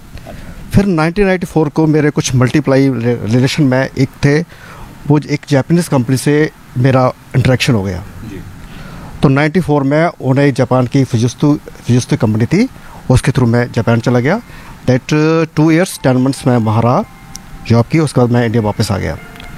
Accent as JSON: {"language": "Hindi", "region": "Jammu and Kashmir", "country": "India", "said": "मैं जम्मू कश्मीर से बिलोंग करता हूँ"}